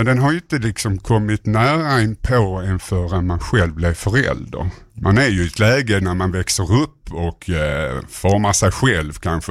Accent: Svedala, Skåne, Sweden; also born or lived in Malmö / Umeå; Kort och gott, jag är uppvuxen också i Myllan, fast på andra sidan kommungränsen i Svedala kommun. Jag bodde där längs 108 vid slottet ungefär, på den sidan där. Och som tonåring flyttade in till Malmö.

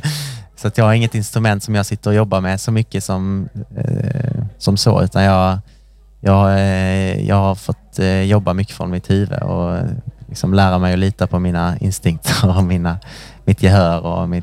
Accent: Staffanstorp, Skåne, Sweden; Jag kommer från Staffanstorp, det är lite utanför.

